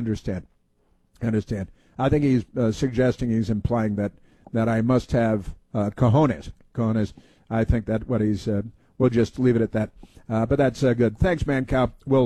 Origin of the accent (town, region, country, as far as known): Chicago, Illinois, United States; born or raised there